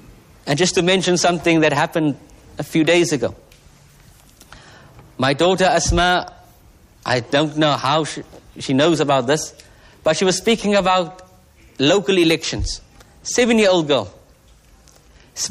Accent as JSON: {"language": "English", "country": "South Africa", "said": "we are here as South African Muslims"}